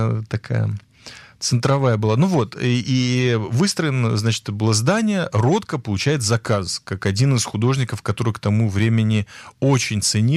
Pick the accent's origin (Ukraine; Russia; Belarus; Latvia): Latvia; moved away; я сам из Латвии